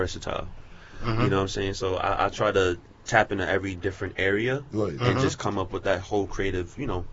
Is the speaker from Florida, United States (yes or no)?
no; New York City, New York, United States; I'm from Brooklyn, New York